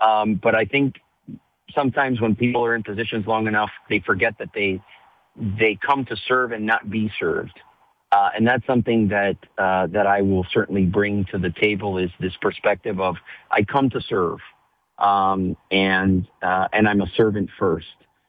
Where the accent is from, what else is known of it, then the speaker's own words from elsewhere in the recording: Miami-Dade, Florida, United States; I grew up here in Miami-Dade.